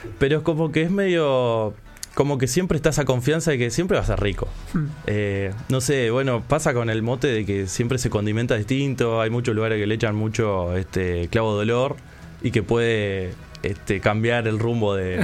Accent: Uruguay; para nosotros acá en Uruguay es novedad

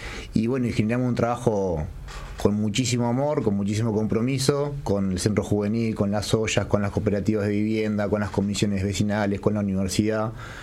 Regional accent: Uruguay

